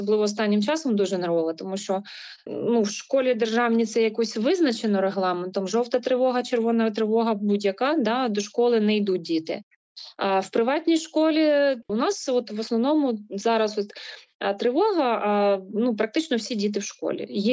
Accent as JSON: {"language": "Ukrainian", "region": "Kyiv", "country": "Ukraine", "tie": "born or raised there", "said": "Це моє рідне місто, це місце, де я народилася, це місце, де пройшло моє дитинство, де я працюю."}